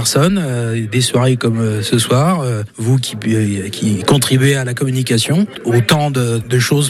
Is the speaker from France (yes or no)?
yes; France; moved away as an adult; also born or lived in south of France; Moi je viens du Val-de-Loire, durant mes études j'ai travaillé aussi dans le sud de la France et je suis remonté justement dans le Soie